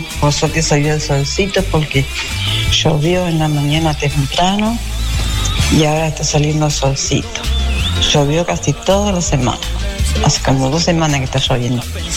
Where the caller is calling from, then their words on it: Choele Choel, Río Negro, Argentina; de Chorochol, Río Negro.